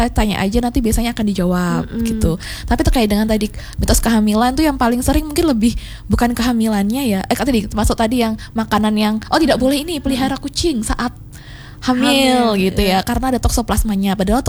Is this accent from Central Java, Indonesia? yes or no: no; Trenggalek, East Java, Indonesia; Karena saya dari Trenggalek kebetulan.